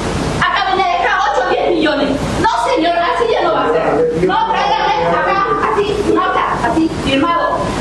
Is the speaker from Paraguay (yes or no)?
yes; Paraguay; soy paraguaya, soy ciudadana paraguaya